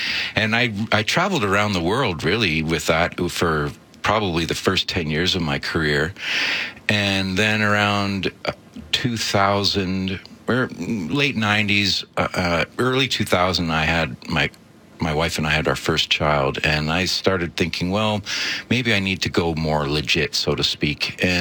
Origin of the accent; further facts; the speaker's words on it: Ottawa, Ontario, Canada; Well, I grew up in Ottawa, and I started playing guitar at a very early age.